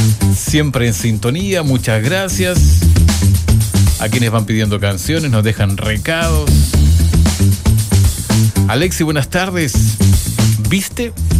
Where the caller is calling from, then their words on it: Calama, Antofagasta, Chile; de Calama.